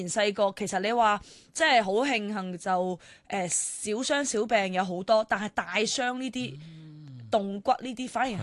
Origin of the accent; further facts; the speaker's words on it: Zhongshan, Guangdong, China; 是啊，我是廣東中山人。是啦，我是中山的，所以我講到廣東話那麼標準。